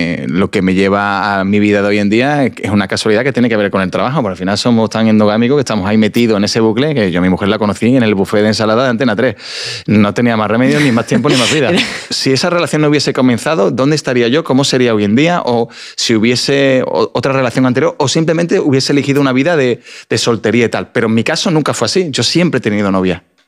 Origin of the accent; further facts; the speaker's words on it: Seville, Andalusia, Spain; todo el mundo sabe que yo soy del Sevilla y soy de una ciudad que sigue con mucha pasión.